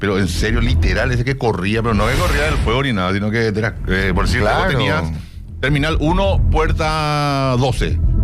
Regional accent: Fernando de la Mora, Central, Paraguay; no soy de Asunción, soy de Fernando La Mora.

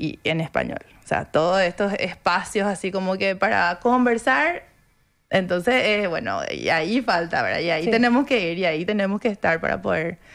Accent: Paraguay; yo soy paraguaya y hablo guaraní. Justo ahora me voy a escribir porque también hablo inglés, hablo español

